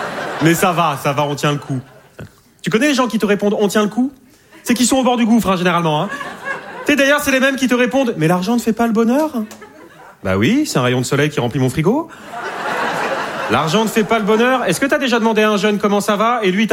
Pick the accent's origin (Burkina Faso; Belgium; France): France; Nouvelle-Aquitaine; je viens du bassin d'Arcachon.